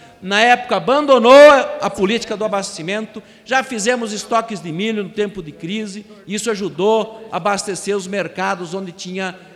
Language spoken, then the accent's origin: Portuguese; Toledo, Paraná, Brazil; born there; ao povo do Paraná, ao povo da cidade onde eu nasci, o povo de Toledo.